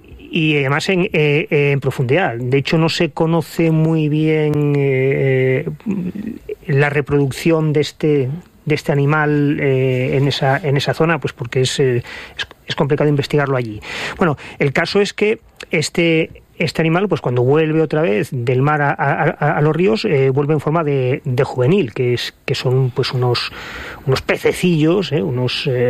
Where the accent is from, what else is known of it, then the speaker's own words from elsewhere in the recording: Gijón, Asturias, Spain; y sí las probamos, pues en Gijón, que es de donde soy, ¿no? En la zona de costa.